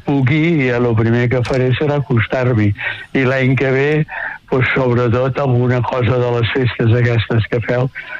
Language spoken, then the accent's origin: Catalan; Barcelona, Catalonia, Spain; jo, que sóc de Barcelona